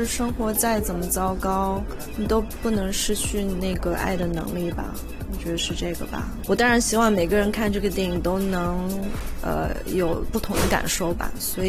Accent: Fujian, China; moved away; 我是福建人，我其实在想第一个地方的时候，我更想的是我童年的地方，就是我想童年是在福建的山区长大的

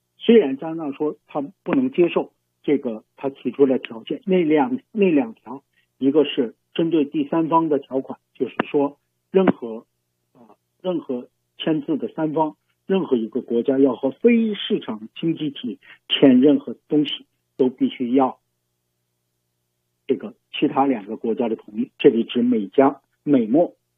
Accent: China

